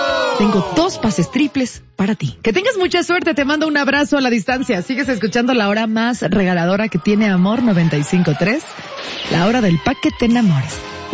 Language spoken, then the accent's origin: Spanish; Nuevo León, Mexico; accent: regio; Me sale hasta mi acento, Chihuahua. Se me sale el acento regio.